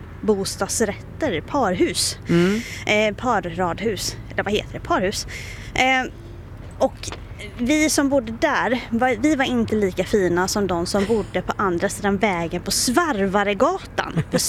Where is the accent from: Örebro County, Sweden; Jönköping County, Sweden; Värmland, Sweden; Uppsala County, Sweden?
Jönköping County, Sweden; Jönköping; Jag är ju från Jönköping / Huskvarna nere i Småland. Och där bodde jag i ett område. Och jag bodde på Värnhemsgatan.